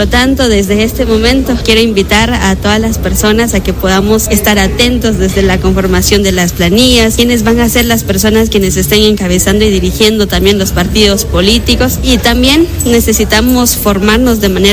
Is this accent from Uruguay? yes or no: no; Guatemala